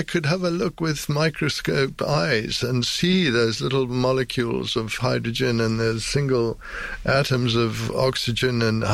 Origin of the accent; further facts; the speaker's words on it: Zimbabwe; I come from Zimbabwe, and I went to school there.